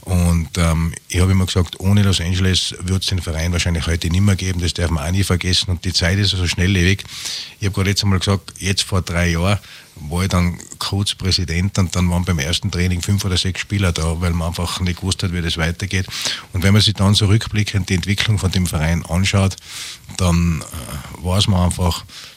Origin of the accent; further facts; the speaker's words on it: Kufstein, Tyrol, Austria; also born or lived in Innsbruck; Ich meine, ich bin ja gebürtiger Innsbrucker und bin aber dann in Kufstein aufgewachsen, muss ich auch dazu sagen.